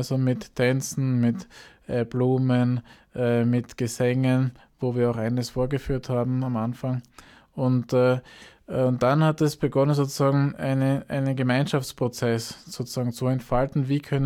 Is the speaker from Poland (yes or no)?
no; Austria; Ich bin hier durchaus mit einem starken Naturbezug auch aufgewachsen in Österreich